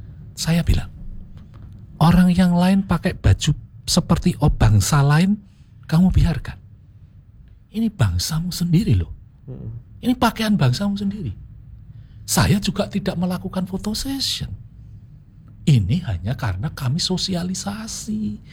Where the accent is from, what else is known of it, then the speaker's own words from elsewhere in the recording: Java, Indonesia; karena saya ini orang Jawa. Ini bangsa saya sendiri.